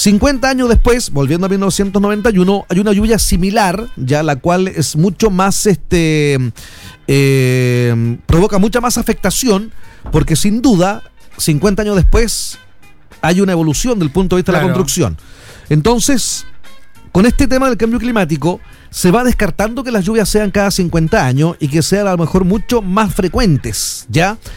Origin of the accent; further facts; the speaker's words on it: northern Chile, Chile; nosotros que somos del norte de Chile